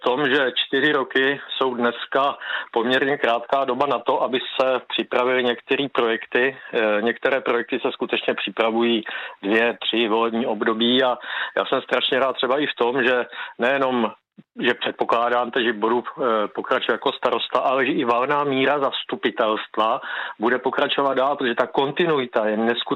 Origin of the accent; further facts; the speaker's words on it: Oslavany, South Moravian Region, Czechia; Co mě na práci starosty těší, je to, že vlastně člověk může rozvíjet svoje rodné město, ke kterým má vztah, a podařilo se mě udělat to, že nebo vyvinout v oslavanských lidech to, že mají vlastně vztah ke svému městu